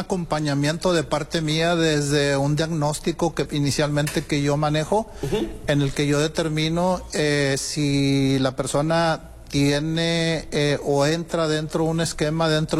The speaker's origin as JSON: {"language": "Spanish", "town": "Sabinas", "region": "Coahuila", "country": "Mexico", "said": "No, señor, yo vengo desde Sabinas, Coahuila. Uh-huh. Ahí hemos manejado algo de la operación en la cuenca carbonífera."}